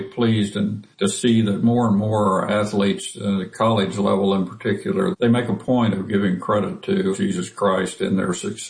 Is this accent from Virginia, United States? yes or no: no; Overland Park, Kansas, United States; And I grew up in the Overland Park Baptist Church here.